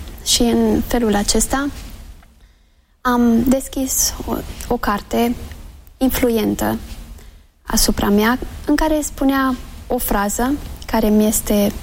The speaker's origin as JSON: {"language": "Romanian", "region": "Bukovina", "country": "Romania", "also_born_or_lived": "Spain", "said": "Noi suntem bucovineni, amândoi."}